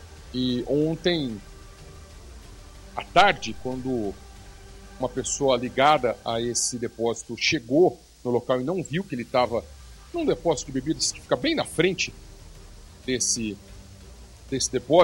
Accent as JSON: {"language": "Portuguese", "town": "Limeira", "region": "São Paulo", "country": "Brazil", "tie": "born or raised there", "said": "parabéns à minha cidade natal, a cidade que eu carrego na minha identidade e no meu coração. Parabéns, Limeira"}